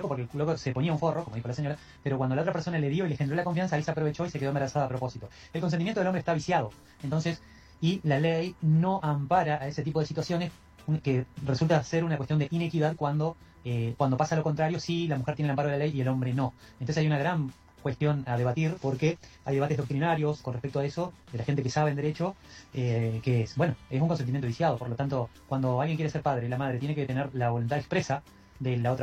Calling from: Neuquén, Argentina; de Neuquén, capital.

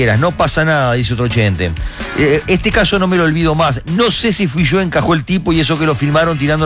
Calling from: Spain; Vivo en España.

